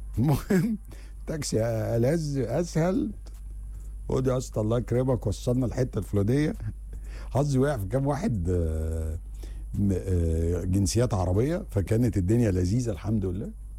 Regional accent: Egypt; أنا مثلا إحنا كمصريين هتيجي تقول لي

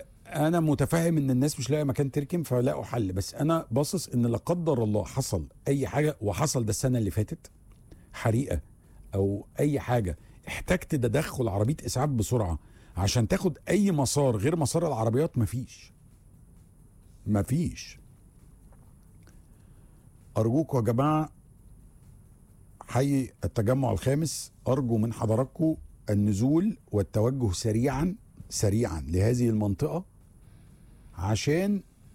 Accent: Egypt

